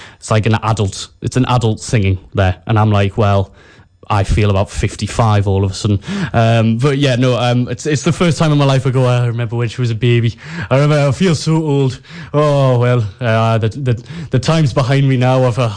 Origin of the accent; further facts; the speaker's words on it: England, United Kingdom; I'm saying this as an Englishman